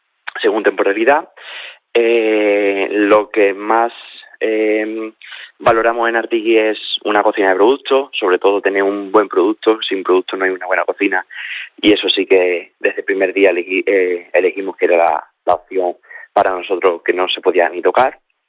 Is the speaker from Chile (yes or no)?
no; Castuera, Extremadura, Spain; born or raised there